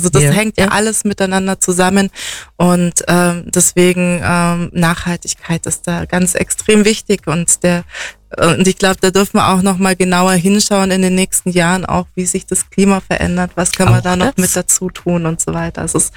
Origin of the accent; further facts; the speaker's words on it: Bavaria, Germany; ich bin ja hier aufgewachsen